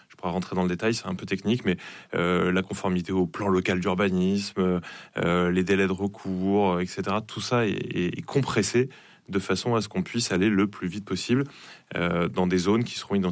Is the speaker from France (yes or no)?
yes; France; Moi, je suis un enfant du logement social. J'ai grandi justement dans Bar HLM, dans la ville dont j'ai eu la chance d'être maire plus tard.